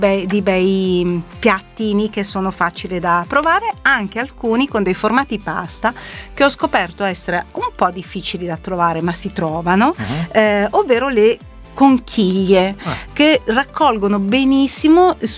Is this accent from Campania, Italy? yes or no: no; Milan, Lombardy, Italy; noi che siamo di Milano